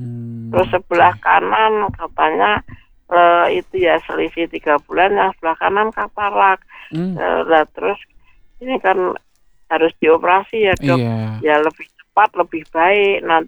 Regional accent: Semarang, Central Java, Indonesia; moved away; kalau di Semarang dulu nyebutnya bentik.

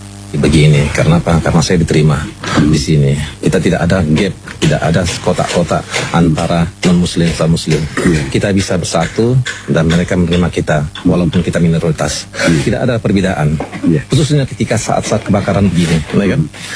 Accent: Lhokseumawe, Aceh, Indonesia; also born or lived in Medan; bahwa inilah tempat kampung saya yang sebenarnya. Karena selain saya lahir di Medan, di Tapanuli, tapi saya besar di Aceh ini, khususnya di Kota Luxmay.

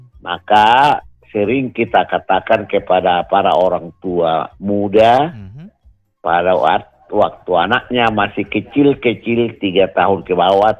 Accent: North Sumatra, Indonesia; Dan sebagai orang Batak, adatnya, ya, adat, maradat punya kaitan dengan hubungan antar manusia.

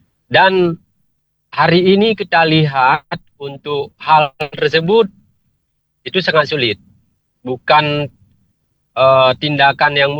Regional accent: Lhokseumawe, Aceh, Indonesia; sebagai warga Kota Loksmawe

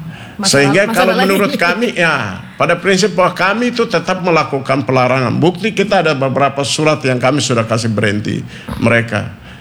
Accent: Sorong, Southwest Papua, Indonesia; Di Kota Sorong. Ya. Karena saya juga besar lahir di Sorong ini.

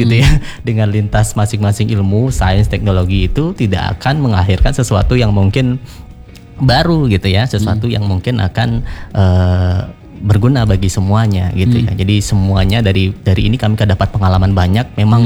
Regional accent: Central Sulawesi, Indonesia; born there; kami lahir di Sulawesi Tengah ya, kami adalah anak lahir dari Sulawesi Tengah

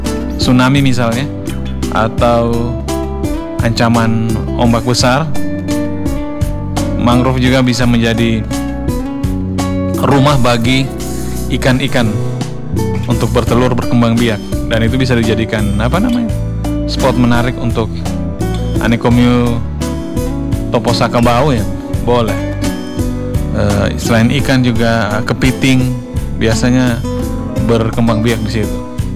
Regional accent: Palu, Central Sulawesi, Indonesia; kita sebagai warga Kota Palu dan sekitarnya

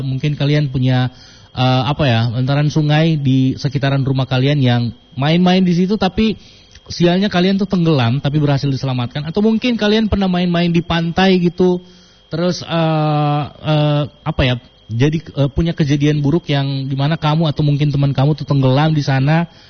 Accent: Manado, North Sulawesi, Indonesia; moved away; warga di sekitaran kampung aku dulu di Manado

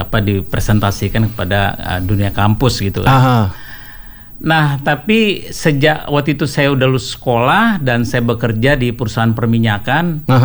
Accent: Jakarta, Indonesia; also born or lived in Banda Aceh; saya dari tahun 70 udah tinggal di Jakarta. Jadi praktis masa kecil saya semua ada di Jakarta.

